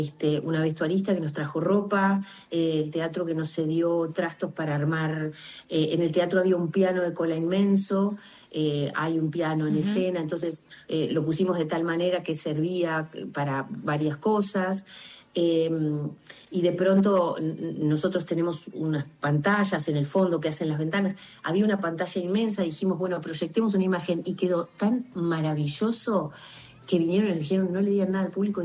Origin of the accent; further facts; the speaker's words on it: Dolores, Buenos Aires Province, Argentina; moved away; yo soy del interior, yo soy de Claro, Dolores, provincia de Buenos claro. Aires, que es una ciudad que era muy chica en su momento